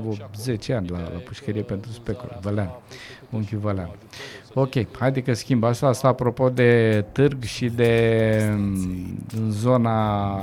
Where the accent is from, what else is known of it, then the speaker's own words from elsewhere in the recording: Romania; born there; acolo m-am născut, pe așa lângă Hanul Balcan.